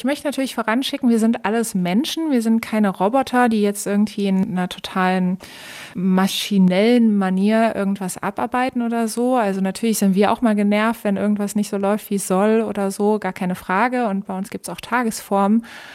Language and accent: German; Cologne, North Rhine-Westphalia, Germany; Ich persönlich komme aus dem Rheinland, ich komme aus Köln. Köln ist für mich meine absolute Heimat, mein Zuhause, meine Traumstadt.